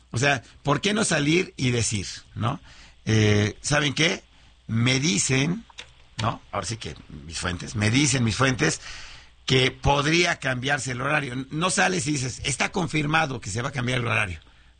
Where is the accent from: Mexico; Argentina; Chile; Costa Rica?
Mexico; Yo soy mexicano, amo a mi país